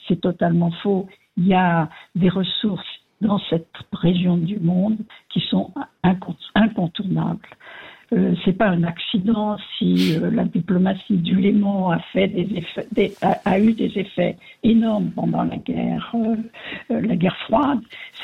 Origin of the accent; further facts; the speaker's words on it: France; also born or lived in Paris; now in Rome, Italy; J'ai vécu dans beaucoup de capitales. Je suis française. Je vis à Rome et j'ai vécu à Paris. J'ai vécu dans d'autres capitales du monde.